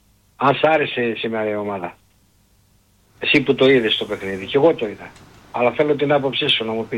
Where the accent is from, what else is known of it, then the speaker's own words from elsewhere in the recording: Kozani, Western Macedonia, Greece; now in Nafplio, Greece; Είμαι από Κοζάνη, βρίσκομαι στον Ναύπλιο. Εδώ πέρα είναι άλλος κόσμος.